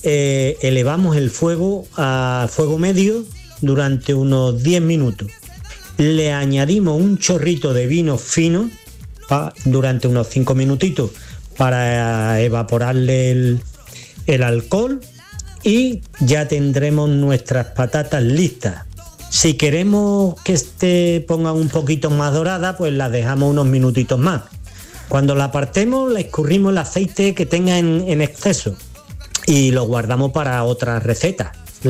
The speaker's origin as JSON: {"language": "Spanish", "town": "Mijas", "region": "Andalusia", "country": "Spain", "said": "de las Lagunas de Mijas."}